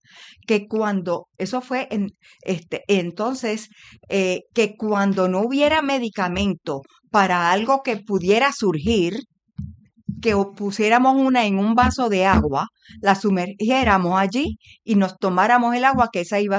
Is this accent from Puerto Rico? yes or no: yes; Aguadilla, Puerto Rico; yo soy oriunda de Aguadilla